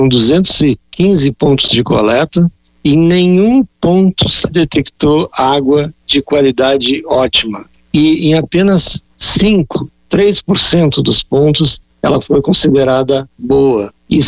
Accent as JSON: {"language": "Portuguese", "town": "Porto Alegre", "region": "Rio Grande do Sul", "country": "Brazil"}